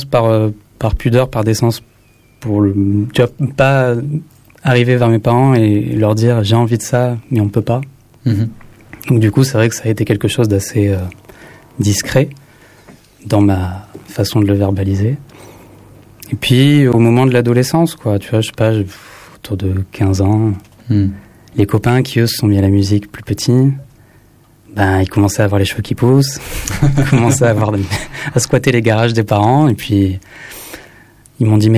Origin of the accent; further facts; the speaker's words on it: Nîmes, Occitanie, France; alors moi je viens d'une petite ville, je viens de Nîmes.